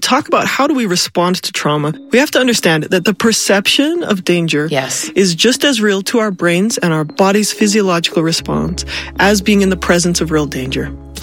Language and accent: English; Provo, Utah, United States; I was talking about, oh, you know, I'm from Provo. Where's that? Oh, it's right by Orem.